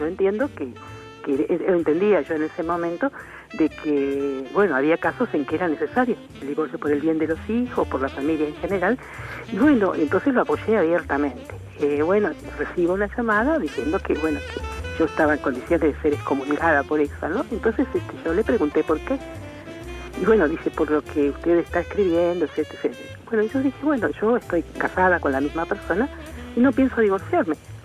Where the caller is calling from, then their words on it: Chascomús, Buenos Aires Province, Argentina; de Chascomús.